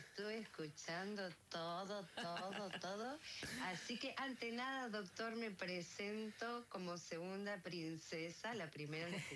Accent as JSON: {"language": "Spanish", "town": "Banfield", "region": "Buenos Aires Province", "country": "Argentina", "tie": "born or raised there", "said": "Yo, zona sur. Yo me crié en Banfield"}